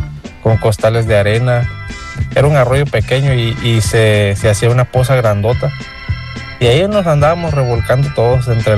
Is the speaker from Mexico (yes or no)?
yes; Chiapas, Mexico; Yo crecí en Chiapas, en un pueblito, en una colonia.